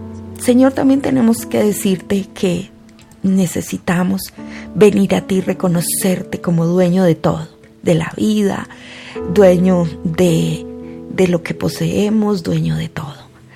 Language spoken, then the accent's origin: Spanish; Colombia